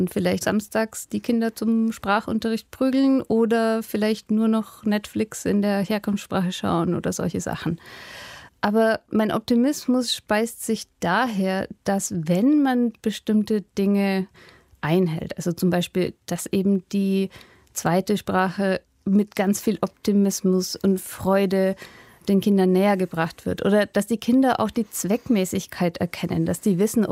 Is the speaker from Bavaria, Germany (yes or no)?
yes; Hof, Bavaria, Germany; accent: Franconian; moved away as an adult; also born or lived in Berlin / United States / Paris; now in Vienna, Austria; ich bin auch zweisprachig aufgewachsen. Also bei uns in Hof oder in Rehau, da spricht man Fränkisch. Und als ich dann nach Berlin gegangen bin zum Studium